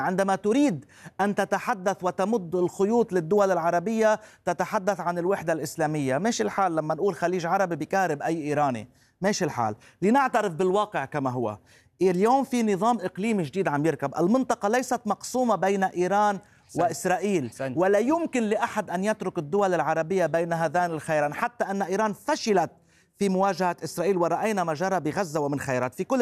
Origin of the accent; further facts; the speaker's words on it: Lebanon; يضعنا كلبنانيين